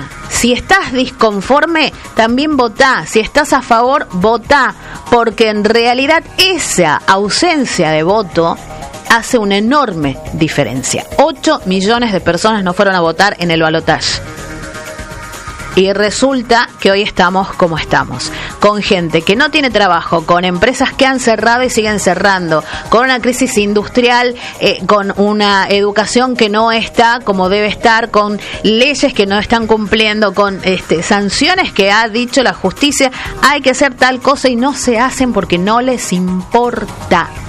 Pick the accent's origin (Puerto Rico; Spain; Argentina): Argentina; Entonces, como argentinos no tenemos que permitir